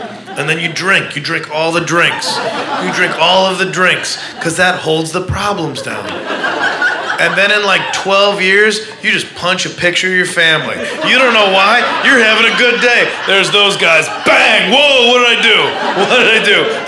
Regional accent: Midwest, United States; Like everybody, I'm from the Midwest

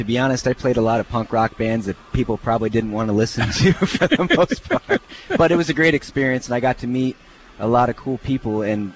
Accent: Springfield, United States; born there; We are from Springfield for the most part.

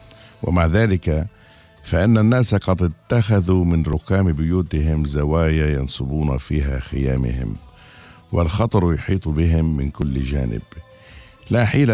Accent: Gaza, Gaza Strip, Palestine; كنت قبل قليل في زيارة لجباليا رغم أني من غزة

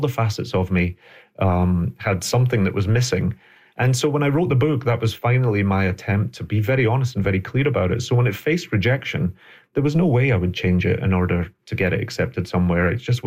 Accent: Scotland, United Kingdom; born there

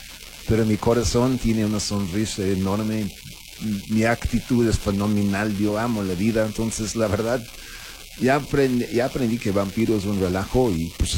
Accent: Mexico City, Mexico; Soy chilango con acento.

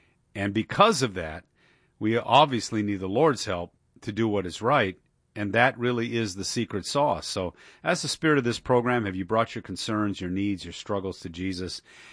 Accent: Michigan, United States; now in Washington, D.C., United States; I grew up in Michigan

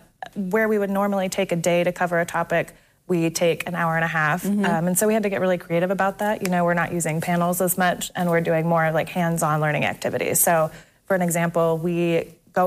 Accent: Woodville, Ohio, United States; also born or lived in West Virginia; I'm from Woodville, so the Toledo area. But I moved away for college. I lived in West Virginia for 7 years, and then I came back to Toledo in 2019.

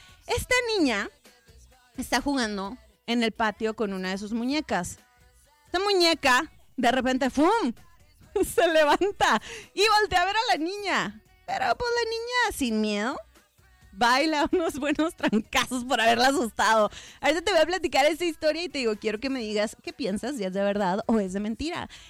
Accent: Mexico; todavía más orgulloso de ser mexicano

